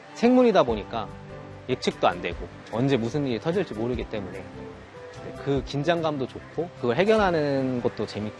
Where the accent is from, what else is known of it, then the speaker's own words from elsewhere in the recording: Iksan, North Jeolla, South Korea; now in Geumsan, South Korea; 저는 이제 고향은 익산인데 충남이 이 스마트팜 관련해서 보조라든지 지원이 굉장히 많았어요.